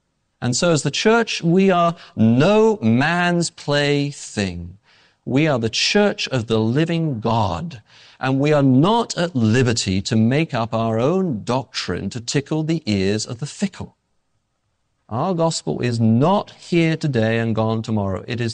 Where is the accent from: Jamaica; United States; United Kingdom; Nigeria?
United Kingdom; England